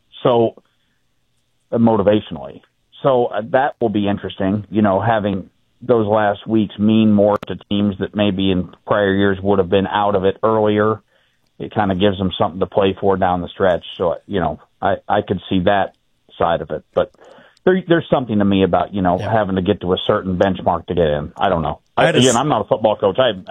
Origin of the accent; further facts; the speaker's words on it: Watseka, Illinois, United States; moved away; my hometown is not having varsity football this year, as I understand it. Watseka